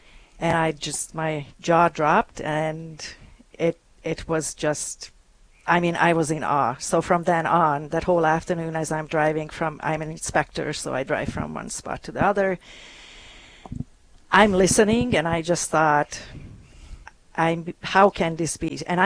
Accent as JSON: {"language": "English", "country": "Hungary", "moved": "yes", "lives_now": "Sioux Falls, United States", "said": "I live in Sioux Falls originally. I'm from Hungary. I've been in the U.S. now 28 years, and in Sioux Falls about 23 of those. I grew up in a Protestant household"}